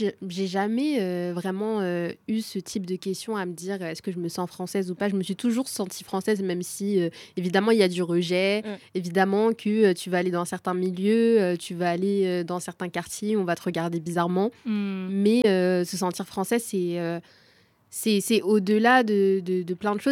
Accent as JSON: {"language": "French", "country": "France", "said": "Évidemment, je me sens française, mais je me sens aussi un peu comme une forme d'hybride"}